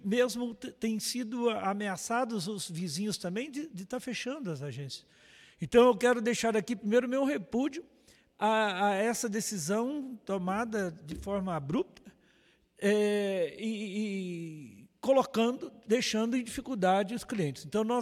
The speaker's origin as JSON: {"language": "Portuguese", "town": "Urucânia", "region": "Minas Gerais", "country": "Brazil", "tie": "born or raised there", "said": "minha terra natal, Urucânia, que é um pequeno município"}